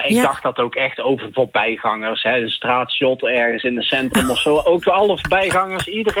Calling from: Eindhoven, North Brabant, Netherlands; Ja, hallo. … uit Eindhoven.

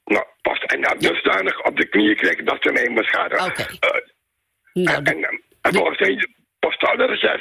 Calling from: The Hague, South Holland, Netherlands; Ik woon, ja mevrouw, in een mooie stad, Den Haag.

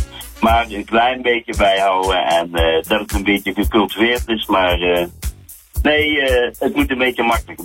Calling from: Veldhoven, North Brabant, Netherlands; Ik kom uit Veldhoven.

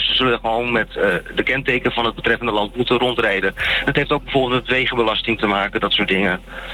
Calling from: Portugal; Ik woon in Portugal.

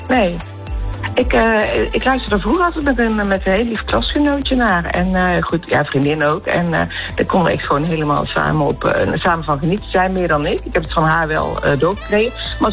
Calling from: Breda, North Brabant, Netherlands; Ik kom uit Breda.

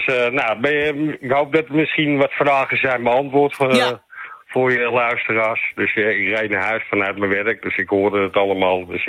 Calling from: Amsterdam, North Holland, Netherlands; we zijn Amsterdammers.

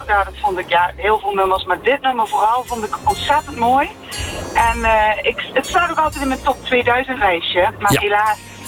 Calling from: Maasbree, Limburg, Netherlands; ik kom uit Maasbree. Dat ligt bij Venlo.

